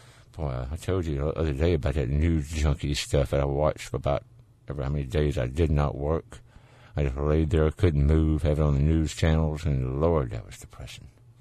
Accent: the South, United States; accent: Southern; About as close to the accent I can do is the way I sound right now. And that's it. That's my Southern accent.

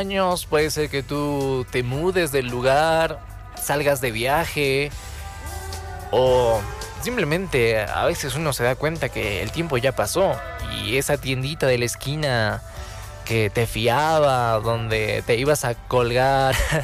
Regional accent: La Paz, Bolivia; Es la calle donde vivo, ¿no? En Cupini, mi tierrita natal, ¿no? Muchos cambios no hice. Salí un par de veces de la zona, me perdí un 2 que 3 años, pero uno siempre vuelve donde es feliz

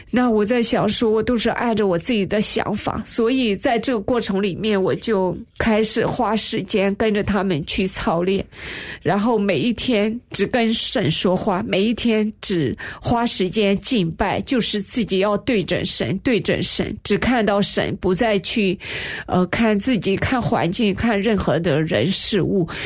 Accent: China; moved away; 那另一位女生她也是跟我们也是大陆的老乡

